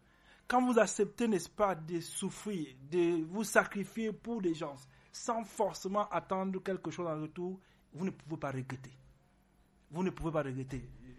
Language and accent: French; Foumban, West, Cameroon; chez nous, dans le Noun à Fouman.